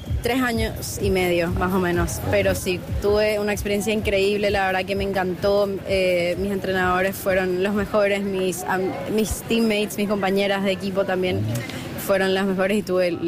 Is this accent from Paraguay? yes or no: yes; San Lorenzo, Central, Paraguay; also born or lived in Asunción, Paraguay / Knoxville, Tennessee, United States; Nací en Asunción, pero soy de San Lorenzo.